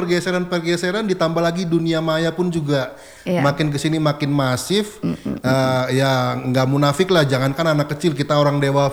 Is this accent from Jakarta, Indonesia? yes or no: yes; Jakarta, Indonesia; moved away; saya dulu 30 tahun lahir besar di Jakarta